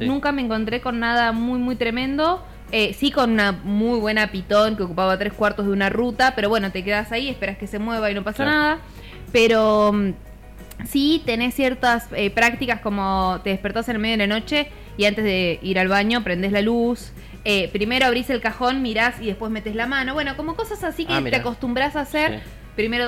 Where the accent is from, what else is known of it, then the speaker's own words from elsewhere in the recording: Río Gallegos, Santa Cruz, Argentina; Por eso también, chicos, yo soy nacida y criada acá en Río Gallegos.